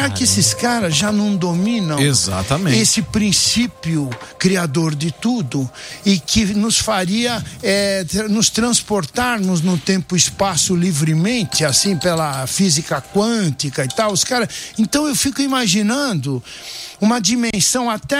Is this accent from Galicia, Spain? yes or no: yes; Galicia, Spain; now in Brazil; mas eu sou galego pobre, da beira do Rio Minho.